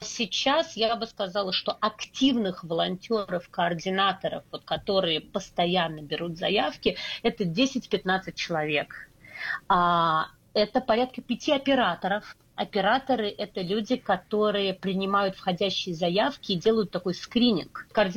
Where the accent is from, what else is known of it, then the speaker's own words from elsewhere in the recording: Moscow, Russia; first language Russian; moved away; also born or lived in Lviv; я изначально русскоговорящий человек, я родилась и выросла в Москве, но все свое детство я провела во Львове каждое лето у бабушки с дедушкой, то есть для меня украинский язык не звучит сложно. Я не говорю, но я, конечно, понимаю обращенную речь.